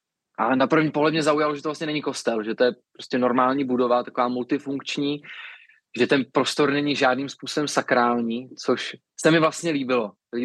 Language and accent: Czech; Strakonice, South Bohemian Region, Czechia; Tím, že jsem ze Strakonická, Hoštice máme za rohem, tak tohle byl jako jasný obraz, jak to asi vypadá v církvi.